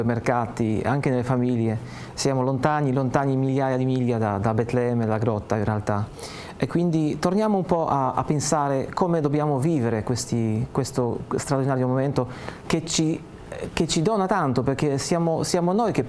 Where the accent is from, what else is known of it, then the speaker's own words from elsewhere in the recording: Potenza Picena, Marche, Italy; anche nel mio paese qui vicino a Montesanto, Potenza Picena, c'è un stato sempre da 10 anni, il presepio vivente